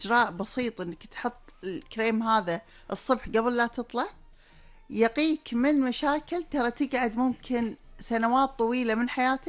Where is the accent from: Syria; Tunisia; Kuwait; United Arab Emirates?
Kuwait; عندنا بالكويت